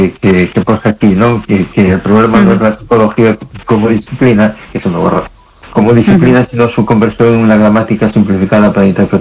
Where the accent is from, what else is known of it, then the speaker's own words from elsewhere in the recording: A Coruña, Galicia, Spain; Buenas noches, Teresa. … de Coruña. ¿Qué tal?